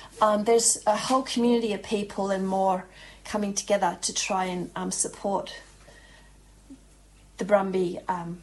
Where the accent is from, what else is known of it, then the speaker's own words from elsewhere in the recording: Cabramurra, New South Wales, Australia; Me in my hometown being the Snow Mountains, where my dad was an engineer. He lived in an old township called Cabramurra, moved across to the new township when I was a newborn baby.